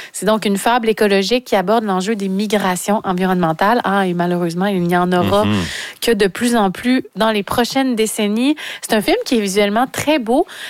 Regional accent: Rimouski, Quebec, Canada; C'est peut-être un régionaliste parce que je viens de Rimouski. Je ne suis pas montréalaise

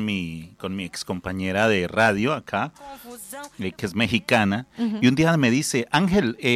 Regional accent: Colombia; para nosotros los colombianos

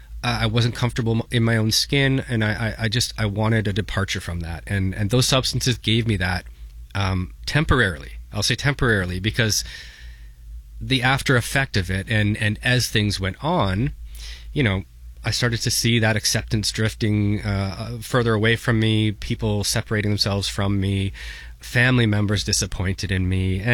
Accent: St. Catharines, Ontario, Canada; born or raised there

